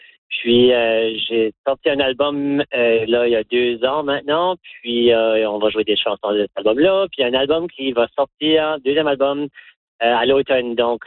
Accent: Memramcook, New Brunswick, Canada; Moi, j'ai grandi à Memram Cook

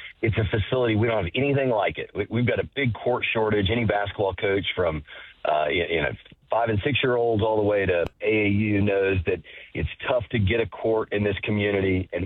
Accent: Hixson, Tennessee, United States; And I grew up in Hickson.

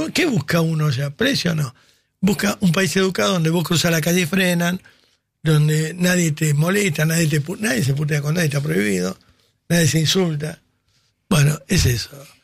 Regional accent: Argentina; Yo ya como argentino, trae el ibuprofeno.

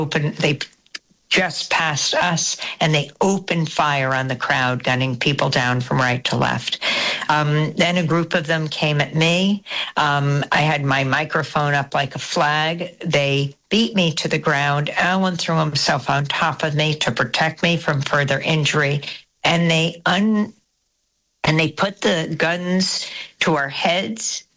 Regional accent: United States; So we made very clear we're from America, America.

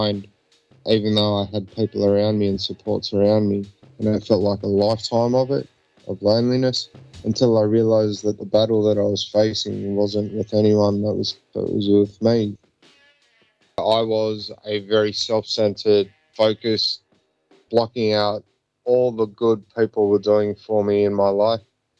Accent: Sydney, New South Wales, Australia; I was born in Sydney, Australia. Yeah, the inner west of Sydney is where I'm born and raised and have a lot of strong connections with th

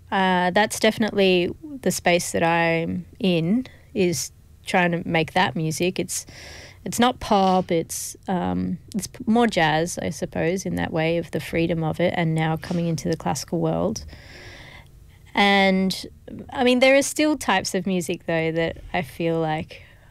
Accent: South Australia, Australia; It's funny when I say my culture, because I'm Aussie too. Like, I was born in the Adelaide Hills. I grew up. I went to Blackwood High School. Like, it was, I'm a very Aussie Adelaide girl.

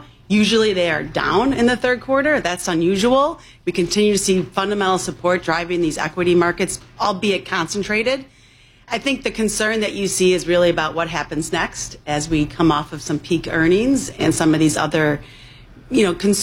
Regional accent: Illinois, United States; I married a North Sider Cubs fan who grew up really close to Wrigley Field, and I grew up on the South Side, went to Mother Macaulay High School.

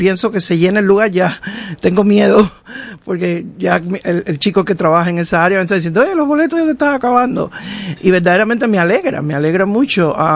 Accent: Cuba; moved away as an adult; also born or lived in Mexico; now in Seattle, United States; Siendo cubano del Caribe

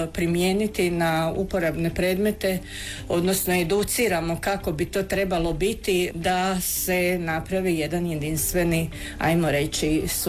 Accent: Slavonia and Baranja, Croatia

